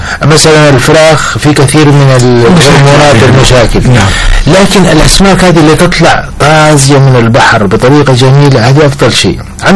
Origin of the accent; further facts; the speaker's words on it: Sudan; احنا كسودانيين